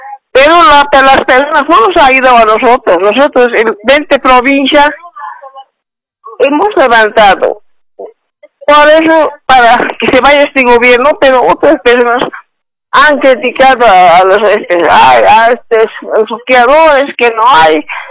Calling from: La Paz, Bolivia; Estoy llamando de La Paz, de Ciudad de La Paz.

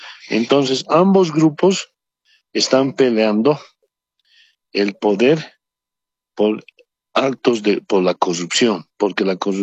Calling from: El Alto, La Paz, Bolivia; de la Ciudad del Alto

